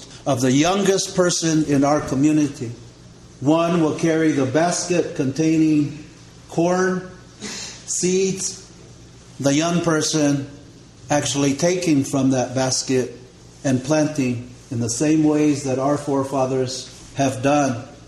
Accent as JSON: {"language": "English", "town": "Cochiti Pueblo", "region": "New Mexico", "country": "United States", "first_language": "Cochiti (Keresan)", "second_language": "English", "said": "my native language of Cochiti"}